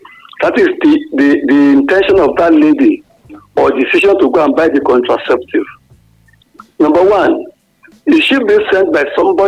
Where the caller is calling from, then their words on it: Ibadan, Oyo, Nigeria; I'm calling from Ibadan.